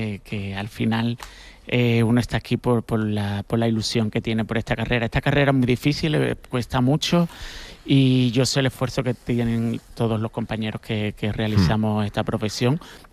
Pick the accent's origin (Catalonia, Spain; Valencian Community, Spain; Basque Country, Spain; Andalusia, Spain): Andalusia, Spain; Cádiz; yo que soy de Cádiz